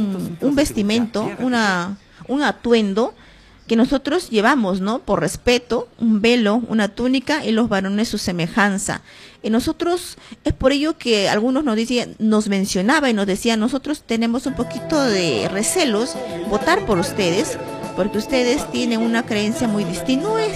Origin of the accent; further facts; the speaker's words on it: Pichanaki, Junín, Peru; born there; porque también soy madre, soy mujer, y quiero luchar con esa fuerza por mi pueblo, por mi Junín, por mi Pichanaki querido, quien me vio nacer.